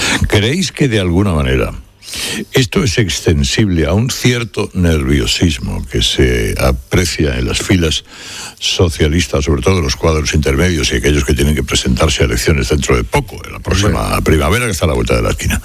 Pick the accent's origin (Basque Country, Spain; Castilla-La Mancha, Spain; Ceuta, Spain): Ceuta, Spain; el propio soy de Ceuta, como es lógico.